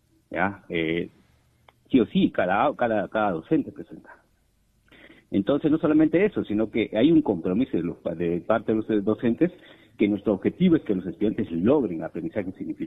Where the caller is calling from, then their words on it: Moquegua, Peru; los colegas que somos de acá de Moquegua